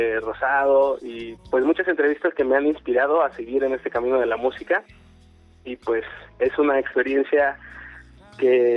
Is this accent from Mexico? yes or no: yes; Morelos, Mexico; Pues mira, yo soy compositor, soy músico de Morelos, y pues la verdad es que mi historia con Reilly viene desde que pues yo estaba muy chiquito.